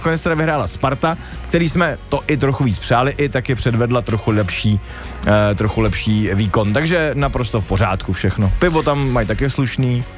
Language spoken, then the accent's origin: Czech; Pardubice, Pardubice Region, Czechia; my jsme s kamarádem jako dva rodáci z Pardubic